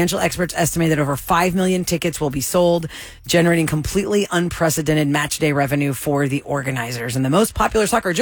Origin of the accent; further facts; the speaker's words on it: Houston, Texas, United States; moved away as an adult; also born or lived in Philadelphia; growing up in Houston, like I knew that I didn't know how bustling we were as a native Houstonian